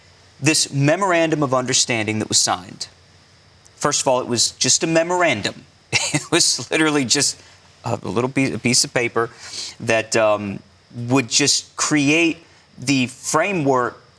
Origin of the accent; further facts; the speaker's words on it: United States; as an American citizen, as a Christian.